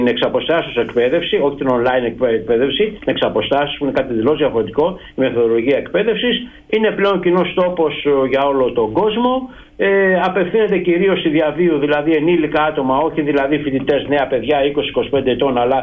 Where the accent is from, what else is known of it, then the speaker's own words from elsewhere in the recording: Paphos District, Cyprus; και στη Δυτική, στην Πάφο, στα μέρη μας